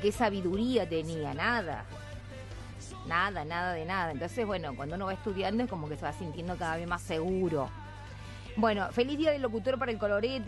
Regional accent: Pilar, Argentina; Acá estamos volviendo de Armstrong, Santa Fe. … de Pilar, saludos a Nano, que también anda en la ruta.

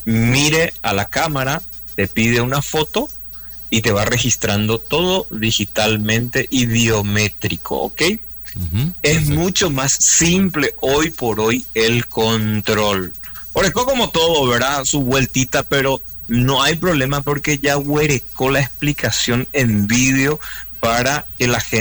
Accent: Paraguay; now in Spain; como emigrante, como paraguayo, como latinos

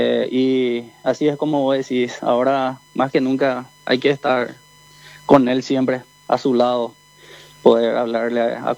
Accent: Ñemby, Central, Paraguay; somos de Ñemby.

